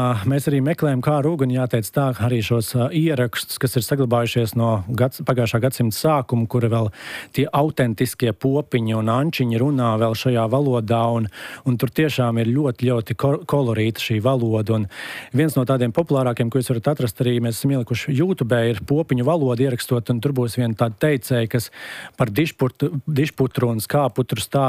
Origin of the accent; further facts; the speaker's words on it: Ventspils, Courland, Latvia; accent: Tamian dialect; man augot Ventspilī skolā ejot